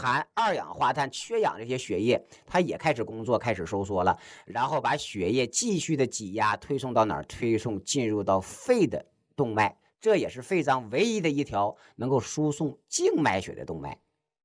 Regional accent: China; 我们中国人喜欢用个词儿叫什么？叫气绝身亡。

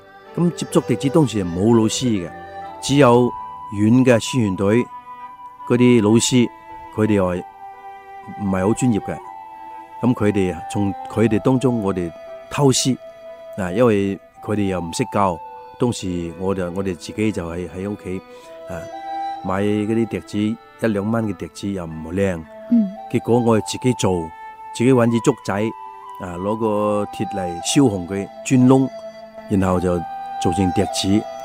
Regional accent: Hainan, China; 因为我家乡在海南岛

